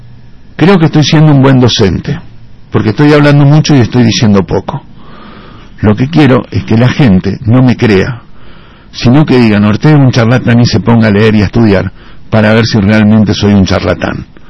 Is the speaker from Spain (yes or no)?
no; Argentina